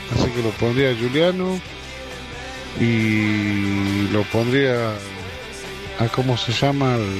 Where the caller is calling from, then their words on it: Salta, Argentina; de Salta.